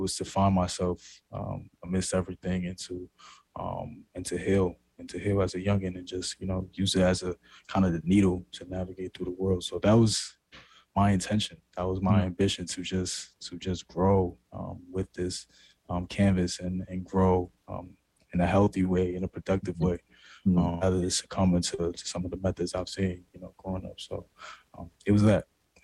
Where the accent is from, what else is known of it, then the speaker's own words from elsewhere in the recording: New York, United States; born there; now in Brooklyn, United States; I'm a poet, I'm a songwriter. I was born in Harlem to two parents from originally from Bamako, Mali, West Africa.